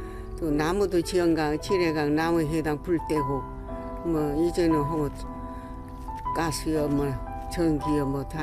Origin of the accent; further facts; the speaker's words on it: Haengwon, Jeju, South Korea; born there; also born or lived in Japan; 여기서 태어나진 아니고요. 저 우리 옛날엔 행원서 태어나고 일본 갔다고 안에 여기 안에 12살부터 여기 안 그냥 쭉 살았어요.